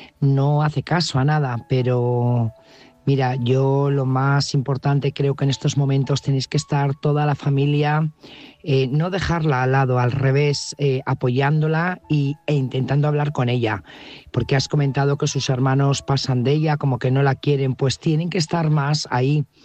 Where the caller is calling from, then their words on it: Burgos, Castile and León, Spain; corresponsal de Burgos.